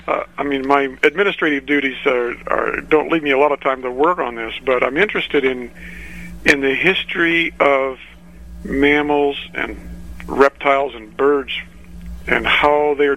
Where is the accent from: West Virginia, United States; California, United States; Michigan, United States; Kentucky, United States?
California, United States; So when you ask, where did you grow up? Well, mainly in California somewhere, but not necessarily in any one place.